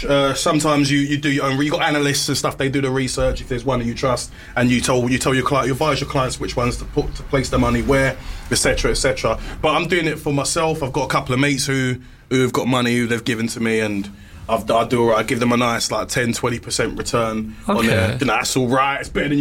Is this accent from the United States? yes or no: no; Nigeria; I'm Nigerian